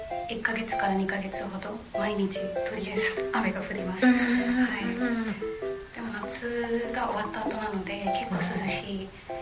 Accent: India; moved away; 私の実家はインドのちょっと真ん中から東の方にあるんですけれども

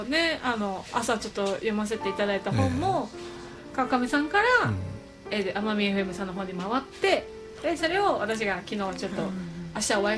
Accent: Amami Oshima, Kagoshima, Japan; ここで生まれ育ったことはすごくなんか誇りだなと思いますし

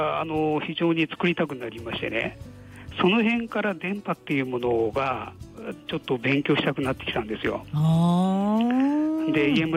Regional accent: Yokohama, Kanagawa, Japan; あ、横浜です。

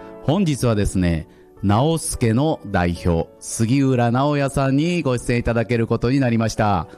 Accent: Kusatsu, Shiga, Japan; まあ私も滋賀県の草津出身というところもあって

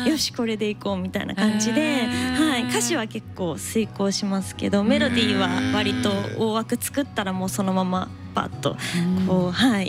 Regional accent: Nagaoka, Niigata, Japan; 私の地元新潟県の長岡の音楽食堂にて

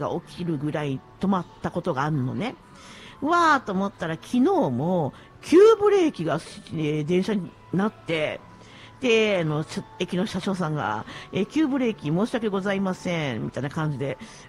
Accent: Nagasaki, Japan; 今日の旅サラダは私の地元長崎からでした。

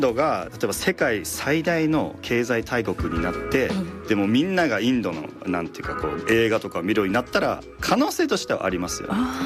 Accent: Hokkaido, Japan; 私北海道生まれ育ちなんですけど、はいはい、母が、佐賀県出身で、私の父は秋田県なんですね。

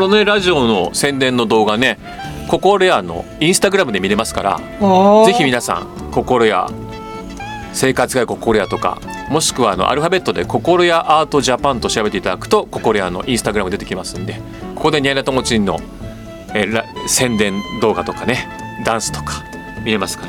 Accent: Miyagi, Japan; 夫のいてるくんと一緒にふるさとの宮城県に6日間帰っているところです

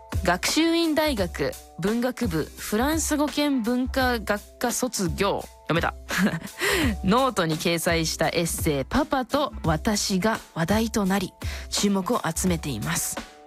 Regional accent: Fukuoka, Japan; いい、ね、私福岡生まれなんですけど、ずっと海と山で育って、

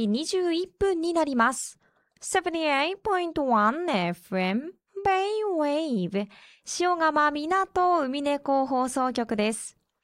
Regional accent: Morioka, Iwate, Japan; 自分のふるさと盛岡というのをラベルで見ると嬉しくなるもんです。

